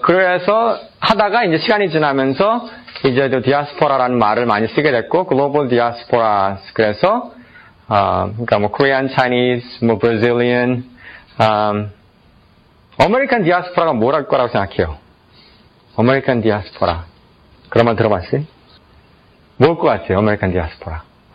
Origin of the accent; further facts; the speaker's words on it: South Korea; born there; 여러분들 다 한국에서 태어났죠. 저도 한국에서 태어났고.